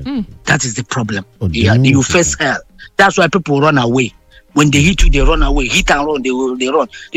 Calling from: South Korea; I'm calling you from South Korea.

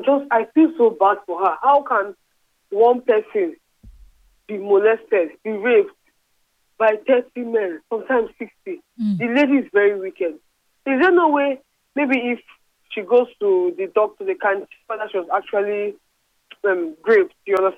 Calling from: Ikoyi, Lagos, Nigeria; by the way. I'm coming from Ikoyi.

